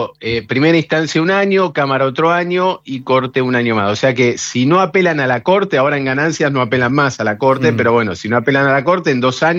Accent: Argentina; Fuerte abrazo, somos todos argentinos.

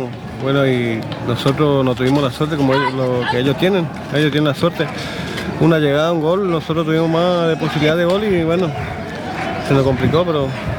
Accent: Corrientes, Argentina; nosotros somos todos cada correntino

